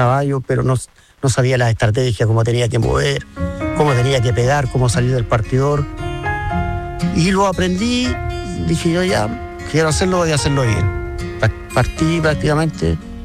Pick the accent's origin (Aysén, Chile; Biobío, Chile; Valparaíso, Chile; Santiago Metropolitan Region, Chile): Biobío, Chile; Concepción; born there; Sí, nacimos en Concepción, prácticamente casi al lado del Cluípico.